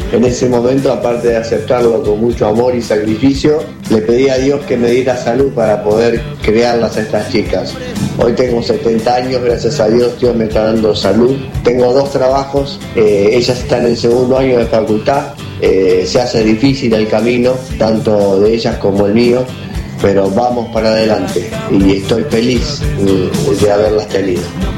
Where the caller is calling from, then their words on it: Quilmes, Buenos Aires Province, Argentina; de Quilmes te habla. Yo tenía 52